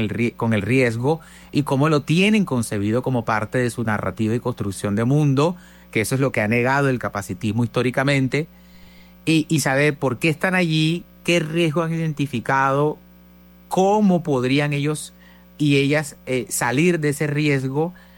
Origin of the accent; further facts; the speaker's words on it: Caribbean Region, Colombia; accent: costeño; nosotros los costeños nos criamos frente al mar. Es decir, nacemos frente al mar.